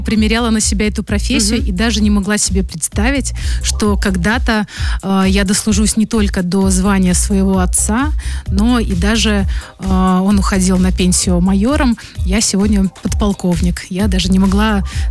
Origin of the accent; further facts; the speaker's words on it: Liozno, Vitebsk Region, Belarus; и вот в то время это было Лиозно, оттуда я начинала свою трудовую деятельность, это моя малая родина.